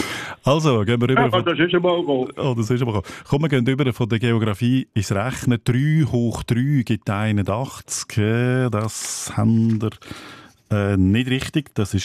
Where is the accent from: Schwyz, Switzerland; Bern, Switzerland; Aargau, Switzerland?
Aargau, Switzerland; habe ich heute aus meinem eigenen Dialekt entlehnt, wenn es noch immer stark durchabgeht, eine Strasse zum Beispiel oder ein Weg, ein Wanderweg, dann sagt man im Aargau auch Abheldung.